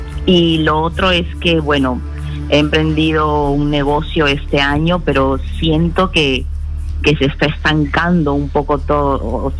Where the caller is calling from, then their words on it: Lima, Peru; De Miraflores